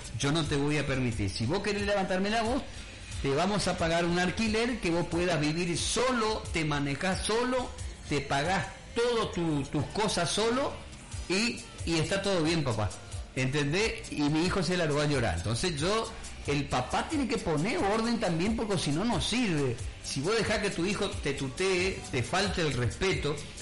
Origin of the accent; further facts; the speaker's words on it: Puerto Iguazú, Misiones, Argentina; nosotros somos de acá, nacimos acá, ¿sí? Somos oriundo acá de Iguazú